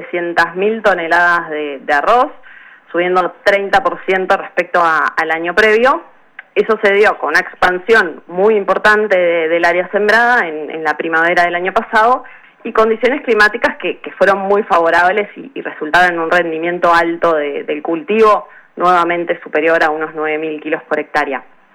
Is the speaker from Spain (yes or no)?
no; Uruguay